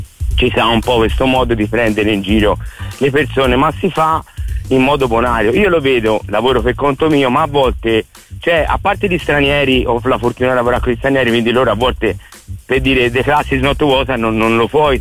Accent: Florence, Tuscany, Italy; Fiorentini, io lo so, perché io sono fiorentino e metà sono sardo

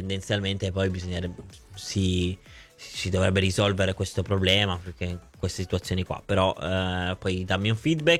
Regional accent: Turin, Piedmont, Italy; Io sono di Torino, allo stadio ci vado in 20 minuti

